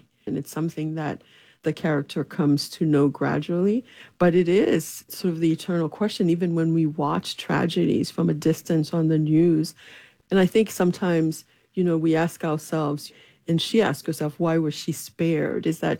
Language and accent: English; Haiti